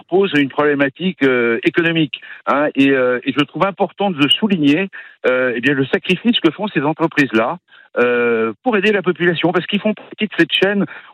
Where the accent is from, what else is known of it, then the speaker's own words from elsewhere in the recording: Cossé-le-Vivien, Pays de la Loire, France; On a un fournisseur qui s'appelle Brett Agri à Cossé-le-Vivien, puisque je suis de Cossé